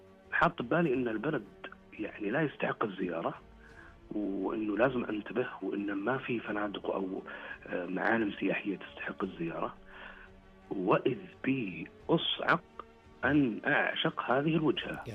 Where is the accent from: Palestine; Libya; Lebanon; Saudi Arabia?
Saudi Arabia; Riyadh, Riyadh Province; مباريات البوكسينج اللي تصير عندنا بالرياض